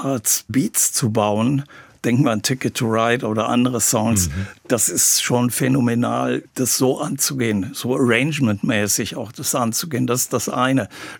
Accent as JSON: {"language": "German", "town": "Aachen", "region": "North Rhine-Westphalia", "country": "Germany", "tie": "born or raised there", "said": "Und das habe ich dann erstmal in meiner Heimatstadt gemacht und dann später in Köln, also bin nach Köln gewechselt"}